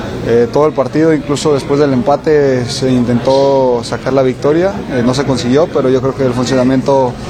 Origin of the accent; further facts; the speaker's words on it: Mexico; somos mexicanos y debemos apoyarnos entre nosotros